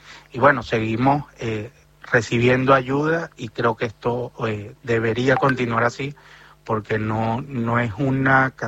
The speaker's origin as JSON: {"language": "Spanish", "country": "Venezuela", "lives_now": "Argentina", "said": "Más allá de la ayuda del gobierno argentino, que como venezolano estoy bastante agradecido"}